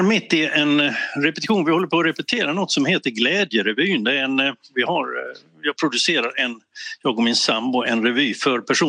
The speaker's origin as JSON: {"language": "Swedish", "town": "Älmhult", "region": "Kronoberg County", "country": "Sweden", "tie": "born or raised there", "said": "jag växte upp i Älmhult och det finns ju ett stort möbelföretag vid namn IKEA"}